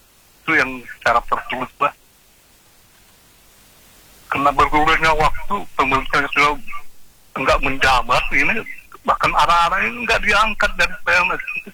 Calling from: Central Sulawesi, Indonesia

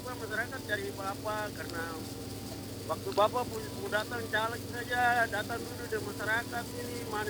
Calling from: Papua, Indonesia; sebagai orang Papua

